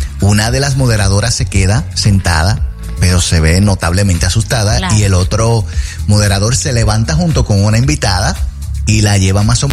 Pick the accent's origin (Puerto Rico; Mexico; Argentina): Puerto Rico; tengo un gusto exquisito como buen boricua.